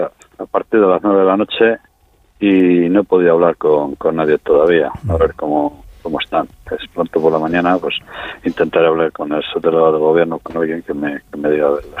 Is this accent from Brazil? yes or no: no; Venta de Baños, Castile and León, Spain; born there; Yo, mira, soy nacido aquí en Venta de Baños, sí.